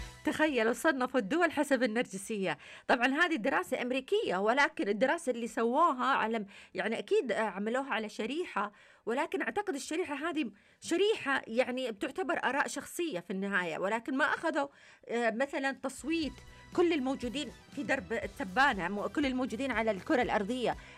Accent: Jazan Province, Saudi Arabia; نصيحة مني

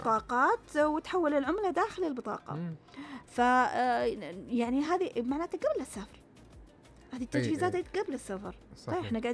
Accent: Saudi Arabia; عندنا في السعودية

